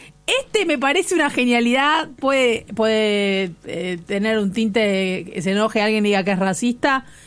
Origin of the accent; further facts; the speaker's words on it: Argentina; lo graciosos que somos los argentinos para inventar maneras de, bueno, para utilizar eufemismos.